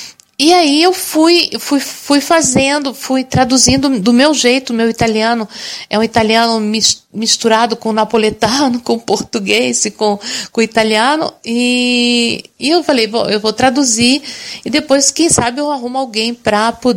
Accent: Brazil; now in Italy; Para nós que somos brasileiros

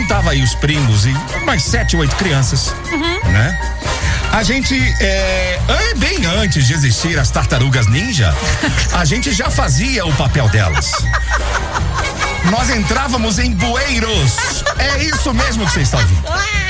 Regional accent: Brasília, Federal District, Brazil; a minha infância foi em Brasília.

